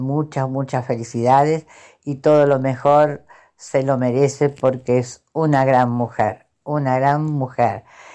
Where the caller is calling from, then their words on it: Ramos Mejía, Buenos Aires Province, Argentina; de Ramos Mejía, Buenos Aires.